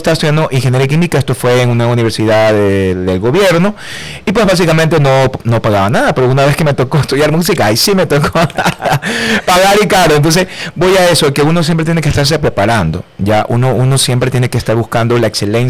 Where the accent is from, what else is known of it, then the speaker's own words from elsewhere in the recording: El Carmen, Manabí, Ecuador; moved away as an adult; now in Guayaquil, Ecuador; hecho y nacido en el Carmen, Manabí